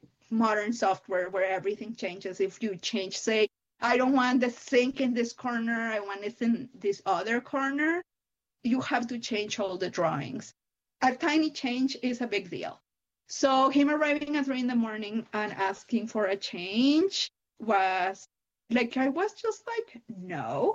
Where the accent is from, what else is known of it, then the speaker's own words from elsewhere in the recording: Mexico; I am originally from Mexico. I grew up going to a Catholic private school